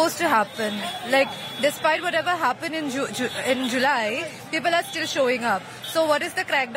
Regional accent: Assam, India; now in Delhi, India; I'm from Assam, but I grew up, I was studying here in Delhi.

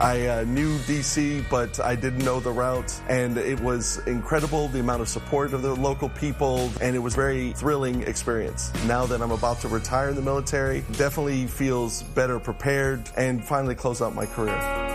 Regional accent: Houston, Texas, United States; especially to run in my hometown of Houston.

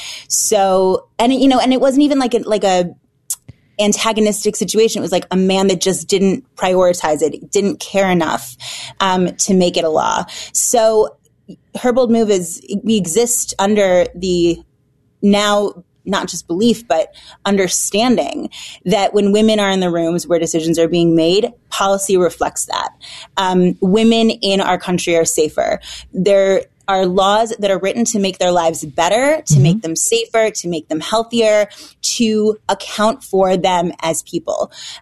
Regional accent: Michigan, United States; Michigan. So right there.

